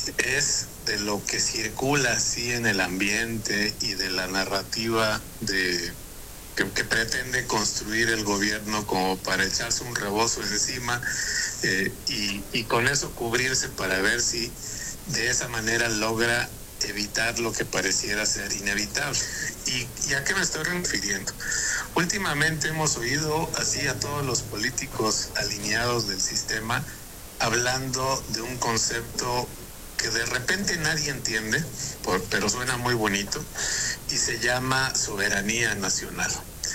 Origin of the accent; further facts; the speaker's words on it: Mexico; nosotros como mexicanos tomamos las decisiones